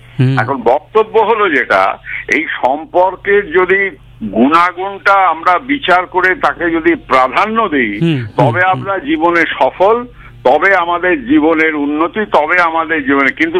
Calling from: Serampore, West Bengal, India; শ্রীরামপুর থেকে।

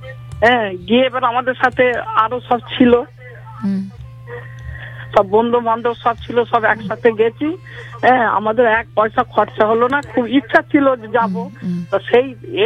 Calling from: West Bengal, India; আমি প্রসাদপুর ভগবতীতলা থেকে

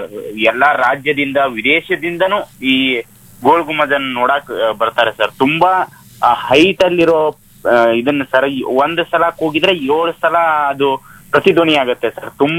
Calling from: Sutagundi, Karnataka, India; ವಿಜಯಪುರ ತಾಲೂಕು ಸುತಗುಂಡಿ ಗ್ರಾಮದಿಂದ

